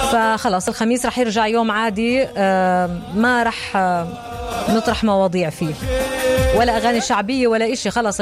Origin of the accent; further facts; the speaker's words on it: Palestine; إحنا كشعب فلسطيني عندنا كتير مخاوف